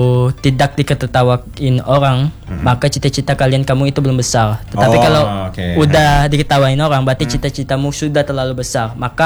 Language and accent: Indonesian; Indonesia; kita pun lahir di Indonesia